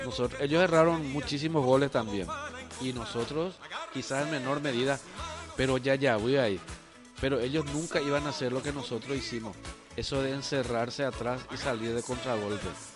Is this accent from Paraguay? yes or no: yes; Paraguay; Nosotros, los paraguayos